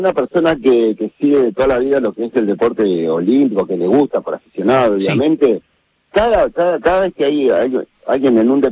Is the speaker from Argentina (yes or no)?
yes; Recreo, Argentina; nosotros los que somos de Recreo